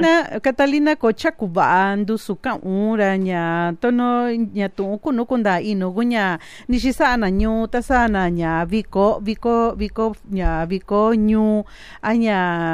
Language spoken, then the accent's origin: Spanish; San Juan Mixtepec, Oaxaca, Mexico; moved away; de allá del meritito del pueblo donde bajan las nubes, San Juan Mixtepec